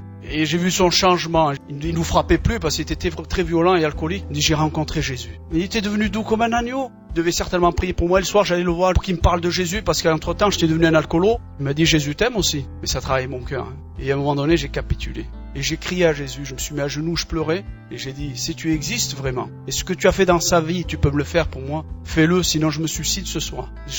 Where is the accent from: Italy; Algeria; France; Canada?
Algeria; Je suis algérien, on est issu d'une famille nombreuse, 14 frères et sœurs.